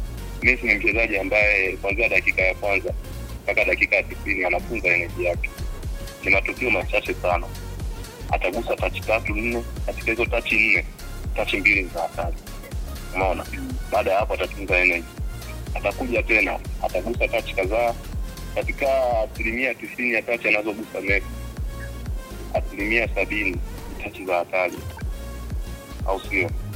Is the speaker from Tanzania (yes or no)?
yes; Tanzania; Kwa tafiti zetu sisi ni wa Tanzania, sio wa Afrika, sisi wa Tanzania.